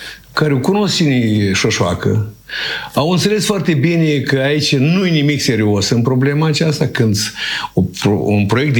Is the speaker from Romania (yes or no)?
no; Moldova; noi suntem români moldoveni, că noi am făcut parte din Principatul Moldova, da? Moldova Ștefa cel Mare